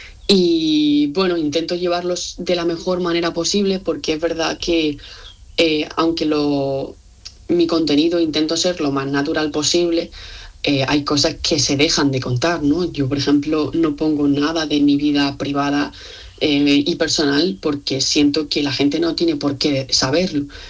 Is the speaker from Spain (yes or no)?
yes; Marbella, Andalusia, Spain; Yo soy de Marbella, ciudad a pueblo, depende de cómo se mire, y es pequeño, tiene 150.000 habitantes con respecto a otras ciudades